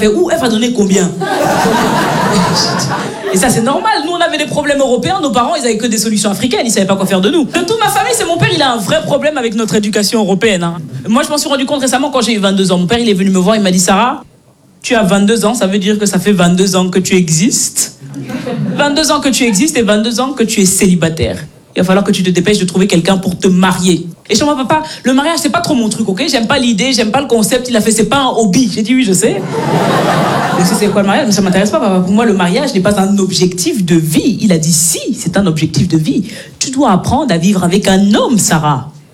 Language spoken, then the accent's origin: French; Belgium; born or raised there